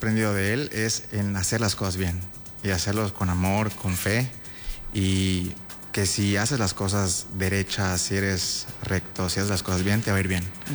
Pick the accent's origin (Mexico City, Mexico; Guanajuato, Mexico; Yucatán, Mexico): Yucatán, Mexico; soy originario de Xuscap, una comunidad ubicada aproximadamente a 100 kilómetros al sur de Mérida.